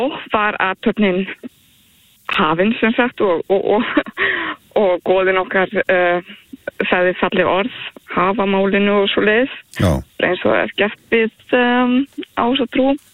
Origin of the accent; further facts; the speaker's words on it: Álftanes, Capital Region, Iceland; Ég er náttúrulega uppalinn á Álftanesinu og ég elska ströndina og bara þar á hverjum degi sem barn